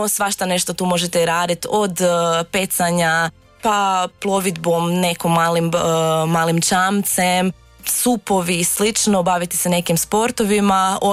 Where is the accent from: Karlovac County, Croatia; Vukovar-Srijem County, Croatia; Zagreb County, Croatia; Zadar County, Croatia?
Karlovac County, Croatia; Pa svakako bi prvo krenula sa nekim ljepotama u Zagorju Ogulinskom, ipak je to moj rodni kraj